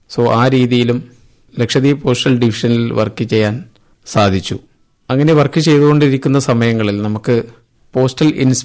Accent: Agatti, Lakshadweep, India; now in Kavaratti, India; ഞാൻ അഗത്തി ദ്വീപ് സ്വദേശിയാണ്. ഇപ്പോൾ ലക്ഷദ്വീപിലെ പോസ്റ്റൽ ഇൻസ്പെക്ടറായി കവരത്തിയിൽ ജോലി ചെയ്തു വരുന്നു.

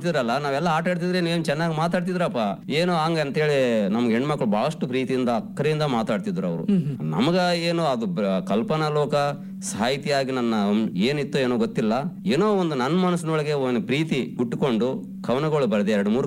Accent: Jamakhandi, Karnataka, India; born there; ನನ್ನ ಬಾಲ್ಯದ ದಿನಗಳು, ನಾನು ಜಮಖಂಡಿಯಲ್ಲಿ ಆಸ್ಪತ್ರೆಯಲ್ಲಿ ಜನಿಸಿದ ಕಾರಣ ನಮ್ಮ ತಂದೆಯವರು ಸರ್ಕಾರಿ ಹುದ್ದೆ ಮಾಡುತ್ತಿದ್ದರು.

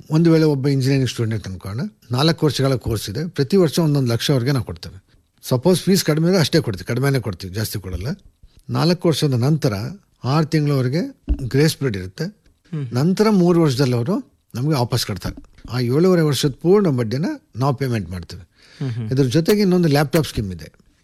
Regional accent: Bengaluru, Karnataka, India; ಬೆಂಗಳೂರು ಮಲ್ಲೇಶ್ವರದಲ್ಲೇ ಹುಟ್ಟಿ ಬೆಳೆದವನು. ತಾತ ಮುತ್ತಾತಂದ ಜಾಗ ನೆಲಮಂಗಲ ತಾಲೂಕಿನ ತ್ಯಾಮಗಂಡ್ಲು.

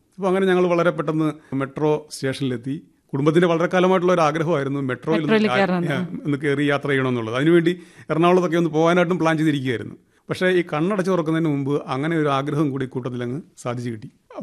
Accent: Evoor, Kerala, India; എന്റെ സ്വദേശം ഏവൂരാണ്, കായംകുളത്തിന് 7 കിലോമീറ്റർ വടക്കുമാറിയാണ് സ്ഥലം.

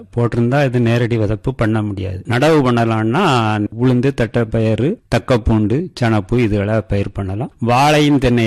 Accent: Thiruppathisaram, Tamil Nadu, India; எனது சொந்த ஊர் திருப்பதி சாரம். என் வயது 66.

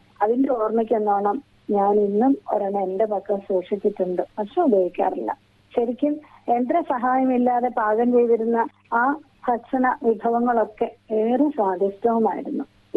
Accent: Thiruvananthapuram, Kerala, India; എന്റെ വീട് തിരുവനന്തപുരത്ത് ശ്രീവരാഹത്താണ്.

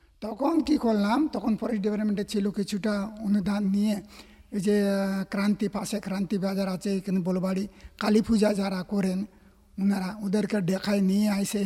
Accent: Bichabhanga, West Bengal, India; আমাদের গ্রামের মধ্যে আমরা যে উড়িয়া সম্প্রদায়, মানে কোড়া আর কি, কোড়া সম্প্রদায়ের লোক

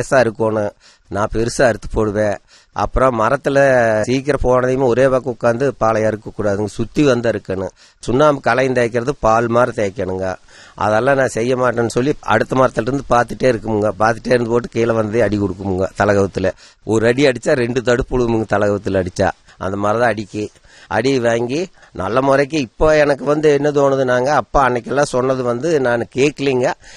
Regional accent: Coimbatore district, Tamil Nadu, India; born there; also born or lived in Anthiyur, Erode district (father's native place); நான் அல்டி வளத்தில் பிறந்தவனுங்க. வடவதூர்ல சொந்தமா இடம் இருந்துங்க, அங்க இருந்தவங்க.

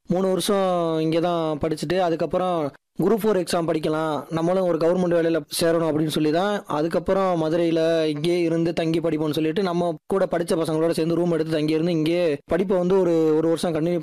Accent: Ramanathapuram, Tamil Nadu, India; moved away as an adult; now in Madurai, India; சொந்த ஊர் வந்து ராமநாதபுரம். நான் இங்கே ராமநாதபுரத்தில் ஒரு சின்ன கிராமத்துல இருந்துதான் இங்கே வந்திருக்கேன். ராமநாதபுரத்தில் என்னோட கிராமத்தோட பேர் வந்து பெருங்கருணை. அந்த ஊர்ல இருந்து என்னோட படிப்புக்காக தான் மதுரைக்கு வந்தேன்.

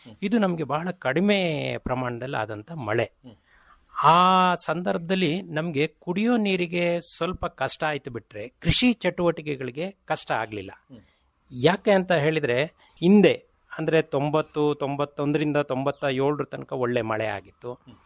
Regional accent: Kanahalli, Karnataka, India; ನಮಗೆ ಇಲ್ಲಿ ಬೇಲೂರು ತಾಲೂಕು ಅರಳಿ ಹೋಬಳಿ ಕಾನಹಳ್ಳಿನಲ್ಲಿ ನಮ್ಮ ಊರು.

